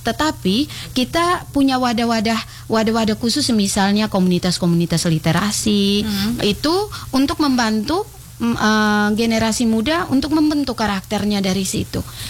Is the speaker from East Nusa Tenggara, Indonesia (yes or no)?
yes; Bajawa, East Nusa Tenggara, Indonesia; Asal saya dari Bajawa.